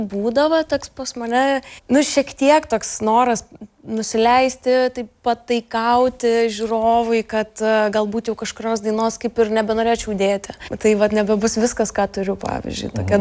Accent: Birštonas, Kaunas County, Lithuania; born or raised there; moved away

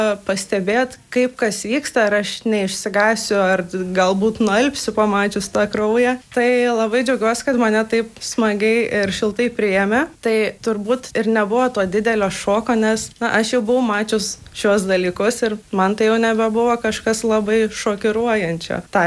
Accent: Pasvalys, Panevėžys County, Lithuania; gimiau ir augau Pasvaly, vasaras leisdavau kaime pas močiutę

